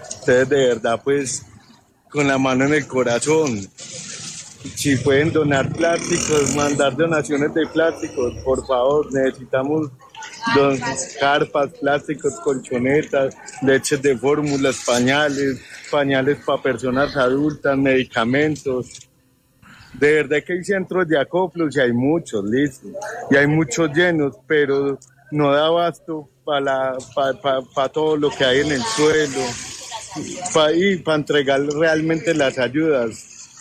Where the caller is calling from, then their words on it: Pereira, Risaralda, Colombia; Desde la ciudad de Pereira.